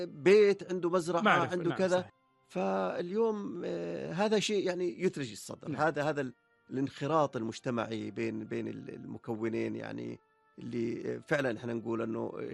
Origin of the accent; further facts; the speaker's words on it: Jordan; now in Kuwait; الإنسان عندنا بالأردن